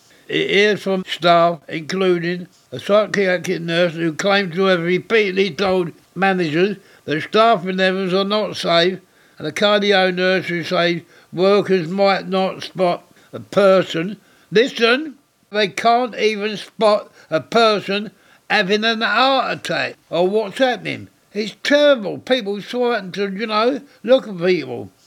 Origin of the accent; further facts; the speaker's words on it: Deptford, London, United Kingdom; born there; I was born on May 1. I was born in Deptford 81 years ago. Yes, we lived in an house where the walls were so thin, we used to have to tip our bread in next door's gravy.